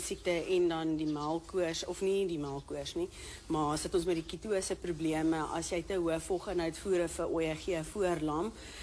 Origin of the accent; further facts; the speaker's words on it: Pretoria, Gauteng, South Africa; Nee, so Karen, ek kom van Pretoria af. Ek is gebore en getoe daar, al my universiteitsloopbaan, alles het ek daar gedoen.